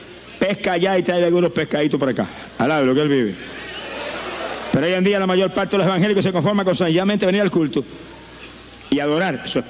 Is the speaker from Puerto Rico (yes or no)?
yes; Camuy, Puerto Rico; born or raised there